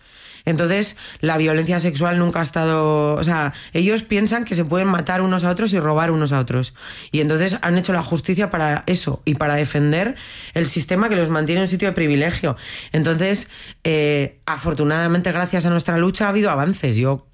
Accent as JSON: {"language": "Spanish", "town": "Bilbao", "region": "Basque Country", "country": "Spain", "said": "yo soy de Bilbao"}